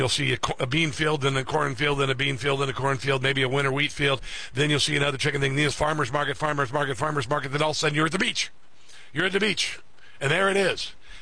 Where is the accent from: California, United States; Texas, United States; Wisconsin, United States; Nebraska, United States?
Nebraska, United States; my home state of Nebraska sent cool stuff.